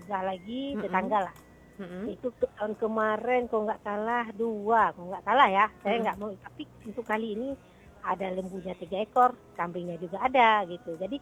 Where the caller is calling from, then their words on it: Sabang, Aceh, Indonesia